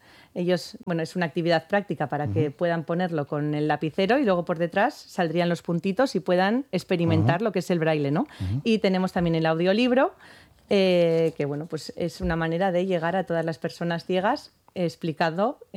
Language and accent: Spanish; Gatica, Basque Country, Spain; Yo soy de Gatica, exactamente.